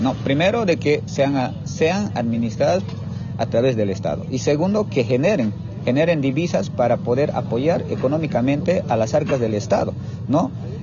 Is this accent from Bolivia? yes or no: yes; Bolivia; nosotros como bolivianos